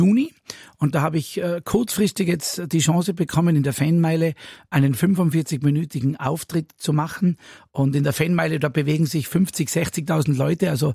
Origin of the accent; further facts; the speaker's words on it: Tyrol, Austria; now in Zug, Switzerland; ich bin aus Tirol ursprünglich und jetzt wohne ich im Kanton Zug in der Innerschweiz.